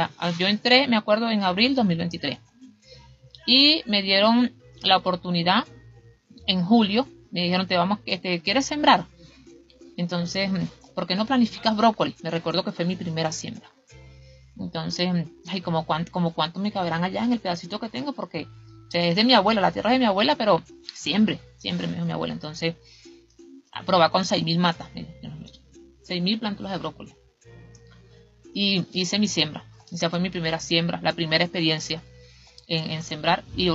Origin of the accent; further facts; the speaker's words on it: Carache, Trujillo, Venezuela; yo nací en Carache, me crié ahí y sí salí a estudiar mi bachillerato en la ciudad, pero regresé. Regresé de nuevo allá y mi familia es productora y mayormente también en café, también son productores en café.